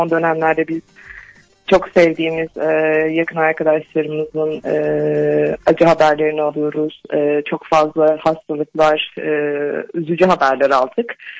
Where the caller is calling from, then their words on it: Düzce, Turkey; Düzce'den arıyorum.